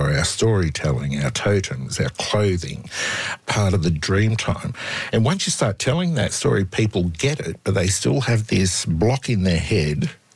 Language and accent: English; Wollongong, New South Wales, Australia; I'm a Bundjalung man, which is the northern rivers of New South Wales, but I grew up in Wollongong on Thurrawul country, and that's me.